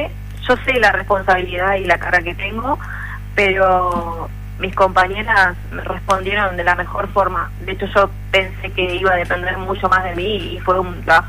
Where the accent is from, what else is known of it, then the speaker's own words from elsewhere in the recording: La Plata, Buenos Aires Province, Argentina; moved away as an adult; now in Cinco Saltos, Argentina; Yo vengo de La Plata. Nací ahí. Siempre jugué en equipos platenses